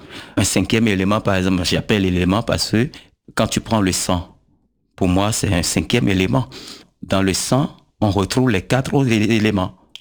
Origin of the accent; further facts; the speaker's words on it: Abomey, Zou, Benin; j'ai grandi à Abomey où il y a pas mal de cérémonies qui se passent.